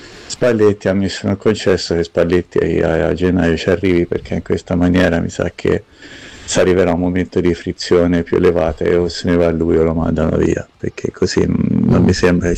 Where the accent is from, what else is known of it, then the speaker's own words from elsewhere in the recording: Tuscany, Italy; io sono toscano, ce la colgo